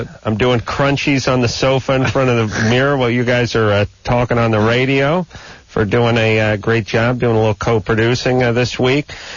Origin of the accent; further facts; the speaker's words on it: North Hollywood, California, United States; I grew up in North Hollywood.